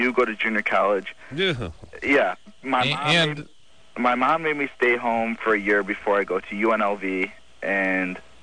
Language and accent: English; Illinois, United States; also born or lived in Scotland / San Diego, California; No, actually, I was born in Scotland. My dad was in the military. We moved to San Diego, California, and then we moved to Illinois when I was about 5.